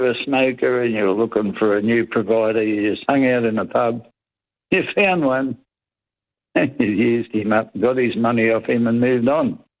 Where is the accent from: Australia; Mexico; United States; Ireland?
Australia; Sydney, New South Wales; I'm a true blue Sydney boy.